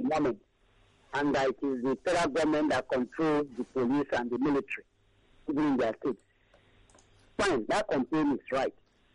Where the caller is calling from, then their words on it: Lagos, Nigeria; I'm calling from Abang again, Ekotun.